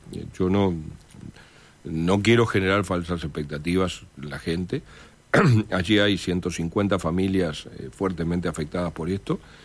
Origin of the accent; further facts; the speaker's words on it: Paysandú, Uruguay; es una posición difícil porque soy de Paysandú